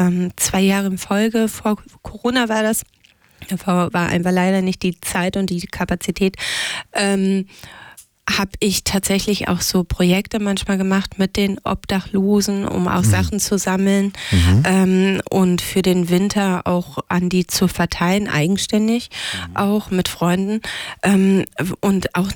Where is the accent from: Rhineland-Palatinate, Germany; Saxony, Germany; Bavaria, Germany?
Rhineland-Palatinate, Germany; Üdersdorf; also born or lived in Duisburg; now in Hamburg, Germany; Und dann tatsächlich bin ich in die Eifel gezogen, da Daun-Gerolstein, Üdersdorf genau genommen.